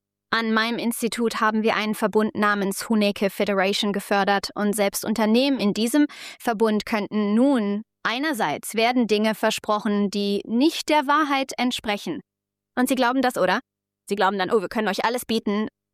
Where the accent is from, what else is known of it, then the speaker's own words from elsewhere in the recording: Ethiopia; Wie Sie wissen, bin ich in Äthiopien geboren und aufgewachsen und ich mache mir große Sorgen zum Beispiel über das Crypto-Mining, das sich in Äthiopien ausgebreitet hat